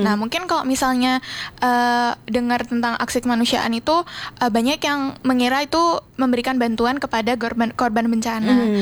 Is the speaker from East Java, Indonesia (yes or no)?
yes; Ngawi, East Java, Indonesia; moved away as an adult; now in Jember, Indonesia; Kalau saya aslinya dari Ngawi.